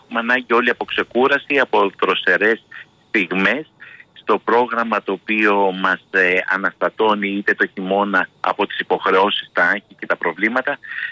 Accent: Greece; Έχουμε μια εσωτερικότητα που δεν θα έπρεπε να την έχουμε σαν Έλληνες.

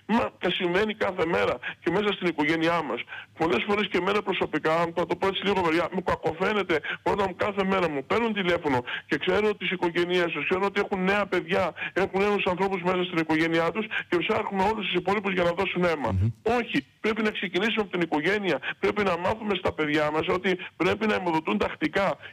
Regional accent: Greece

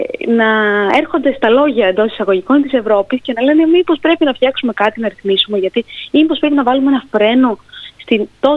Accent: Veria, Central Macedonia, Greece; εγώ είμαι από τη Βέρεια

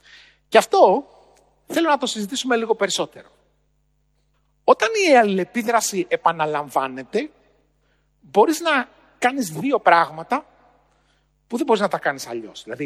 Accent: Agrinio, Western Greece, Greece; Στο χωριό μου λοιπόν, στο Αγρίνιο, εκεί που μεγάλωσα, στον Αβαρίκο το Λακαρναμίας, ένα μικρό χωριό που είναι κοντά στο Θέρμο

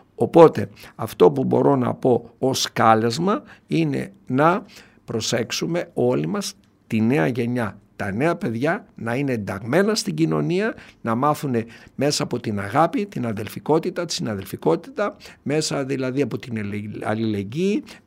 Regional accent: Kilkis, Central Macedonia, Greece; εκεί στον τόπο μου, το γενέθλιο στο Κυλκί

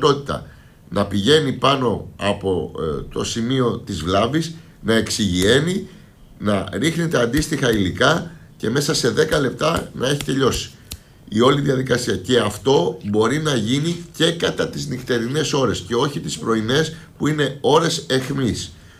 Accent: Nea Filadelfeia, Attica, Greece; Εγώ εκεί γεννήθηκα. Εκεί πήγαινα σχολείο. Εκεί είχα την επαγγελματική μου δραστηριότητα.

